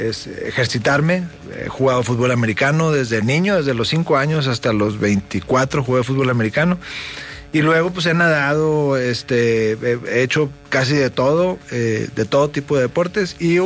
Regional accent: Nuevo León, Mexico; A ver, el soccer, soy tigre. Soy de Nuevo León, por supuesto.

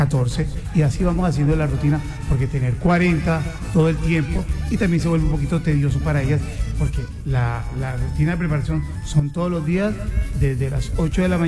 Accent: Cartagena, Bolívar, Colombia; Yo soy cartagenero y soy no soy ni negro ni blanco.

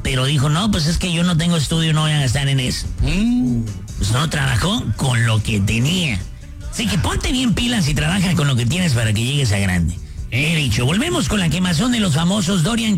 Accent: Ciudad Obregón, Sonora, Mexico; Y si no me conocías … Soy de Ciudad Obregón y doy consejos todos los días para hombres y para mujeres también.

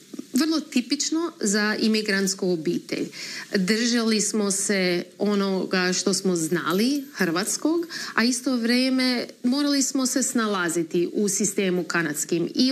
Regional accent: Croatia; now in Canada; Mi kao Hrvati smo jako dobri u krizi

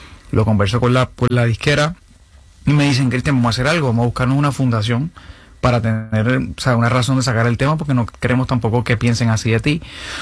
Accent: Venezuela; Soy venezolano, voy para arriba, voy para adelante

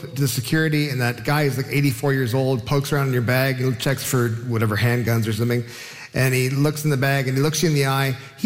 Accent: Canada; fun to watch, but it feels, as a Canadian, it's like, I prefer safety.

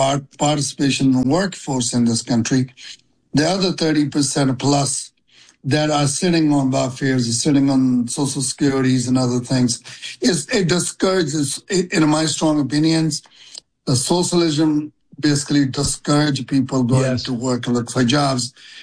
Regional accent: India; moved away as an adult; now in United States; I'm coming from India 43 years ago, with no idea what I was going to do here

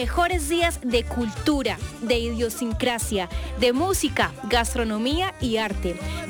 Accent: Antioquia, Colombia; es celebrar y festejar que somos paisas

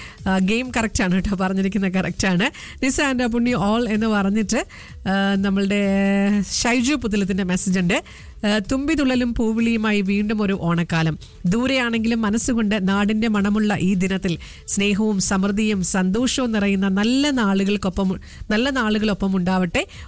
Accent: Chavakkad, Kerala, India; എൻ്റെ വീട് തൃശ്ശൂർ ചാവക്കാടാണ്.

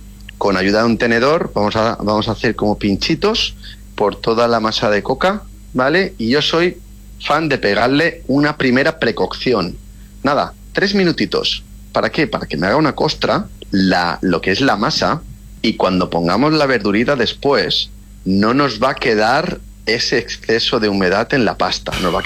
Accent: Balearic Islands, Spain; Pero como buen mallorquín que soy o buen mediterráneo, tengo uno que es infalible.

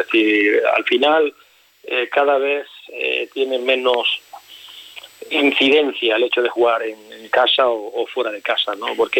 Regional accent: Granada, Andalusia, Spain; el Granada B, que yo soy granadino

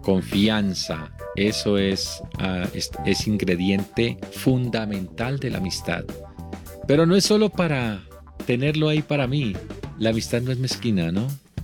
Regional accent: Colombia

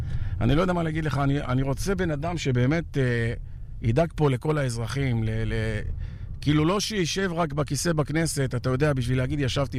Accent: Or Yehuda, Tel Aviv District, Israel; כשהייתי ילד קטן, מגיל 13, עבדתי בהרבה מאפיות כאן בעיר, באור יהודה, שהיא עיר מאוד מאוד טובה.

